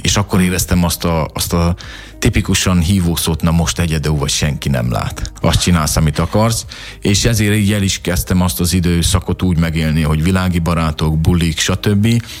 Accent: Hajdúsámson, Hajdú-Bihar, Hungary; moved away as an adult; also born or lived in Debrecen / England; Én keresztény családban nőttem fel, keresztény otthonban, Debrecen és környéke, Hajdúsámson pontosabban, félig itt, félig ott gyerekként.

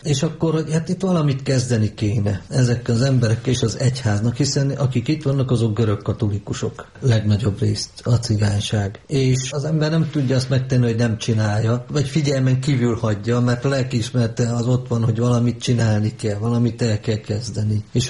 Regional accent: Érpatak, Szabolcs-Szatmár-Bereg, Hungary; Én Érpataki vagyok.

